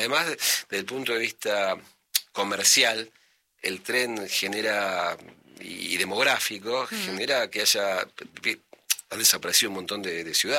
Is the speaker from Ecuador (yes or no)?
no; Buenos Aires, Argentina; Y digo, yo soy de Buenos Aires, uy, Buenos Aires, qué hermosa ciudad.